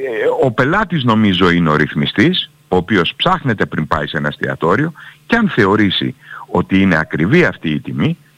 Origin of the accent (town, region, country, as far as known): Greece